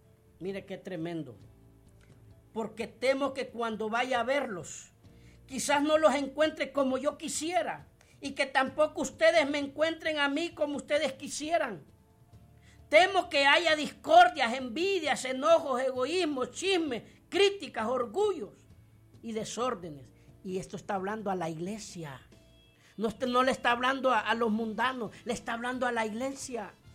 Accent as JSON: {"language": "Spanish", "country": "Honduras", "said": "estamos también los que ya no solamente somos un pueblo de Honduras, somos el pueblo de Dios."}